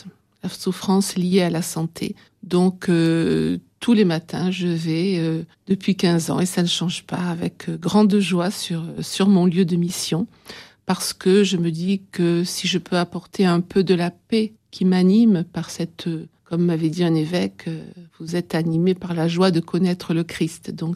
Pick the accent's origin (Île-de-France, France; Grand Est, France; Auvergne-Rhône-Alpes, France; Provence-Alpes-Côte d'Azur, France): Provence-Alpes-Côte d'Azur, France; moved away as an adult; also born or lived in Beauvais diocese, Oise; depuis 3 ans ici, de retour sur mes terres provençales, je suis originaire de la région d'Aix-en-Provence.